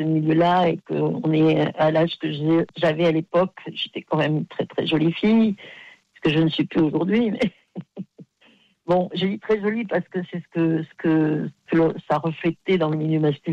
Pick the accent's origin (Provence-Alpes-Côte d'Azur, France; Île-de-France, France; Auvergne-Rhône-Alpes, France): Provence-Alpes-Côte d'Azur, France; Aix-en-Provence; Bon, moi, je l'ai connu, hein, j'étais d'Aix-en-Provence